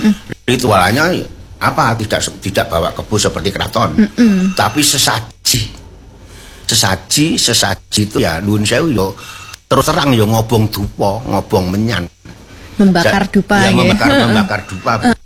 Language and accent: Indonesian; Boyolali, Central Java, Indonesia; Saya kan orang Boyolali.